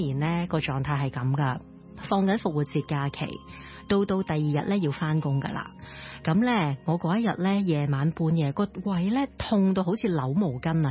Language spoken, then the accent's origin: Cantonese; Hong Kong